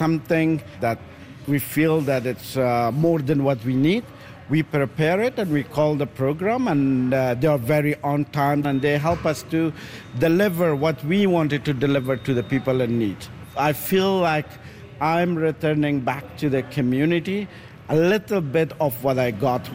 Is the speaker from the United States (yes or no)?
no; Canada; Canadian that we feel responsible now to return back to the community. And we think it's the beauty of being Canadian, to support each other, to be united